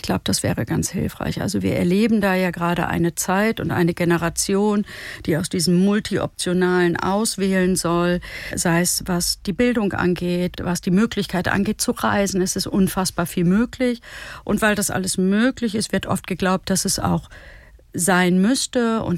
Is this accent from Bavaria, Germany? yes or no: no; Herford, North Rhine-Westphalia, Germany; In Ostwestfalen-Lippe, in der Nähe von Bielefeld. Die Stadt heißt Herford und ist bekannt für ihr Pilz. Und dort bin ich groß geworden mit Großeltern, die beide zwei Weltkriege hinter sich hatten